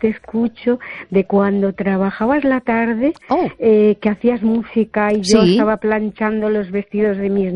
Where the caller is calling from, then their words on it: A Coruña, Galicia, Spain; Desde La Coruña.